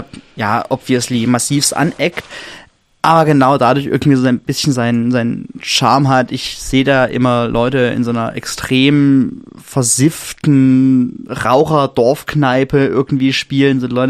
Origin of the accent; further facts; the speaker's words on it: Dresden, Saxony, Germany; Komme aus Dresden.